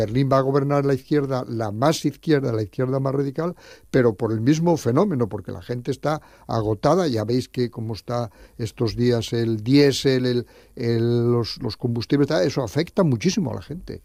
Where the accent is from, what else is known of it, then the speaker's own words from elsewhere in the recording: Spain; como los españoles tendemos a no aplicar las normas que nos obligan